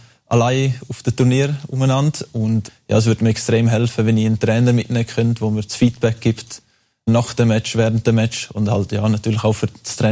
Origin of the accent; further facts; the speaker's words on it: Graubünden, Switzerland; born or raised there